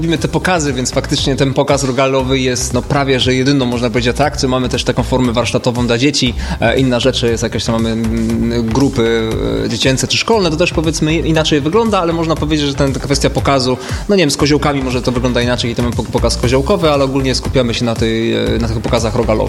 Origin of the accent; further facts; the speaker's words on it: Poznań, Greater Poland Voivodeship, Poland; my poznaniacy